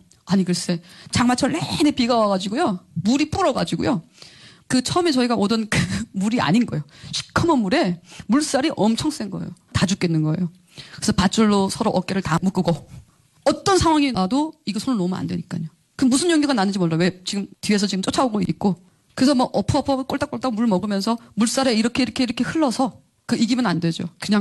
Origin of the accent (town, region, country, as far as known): North Korea; now in South Korea